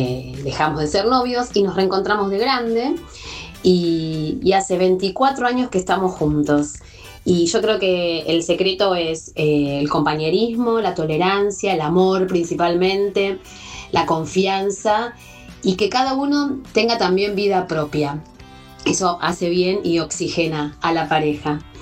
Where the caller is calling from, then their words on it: Buenos Aires, Argentina; de Floresta.